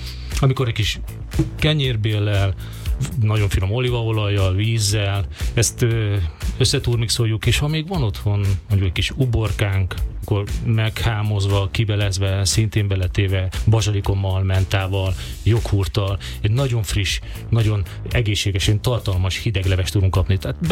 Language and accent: Hungarian; Szabolcs-Szatmár-Bereg, Hungary; szabolcsi származású vagyok, tehát Szabolcsországban